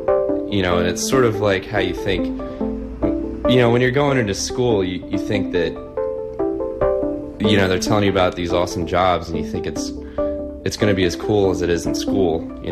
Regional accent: Delaware, United States; I grew up in Delaware, which is a big chemical sort of powerhouse

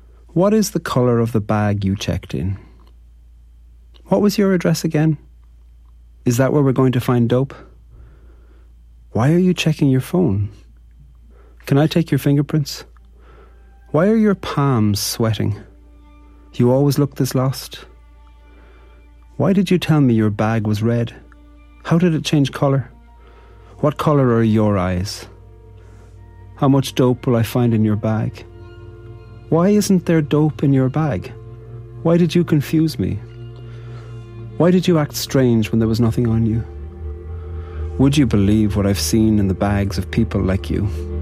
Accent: Ireland; I'm a poet from Ireland.

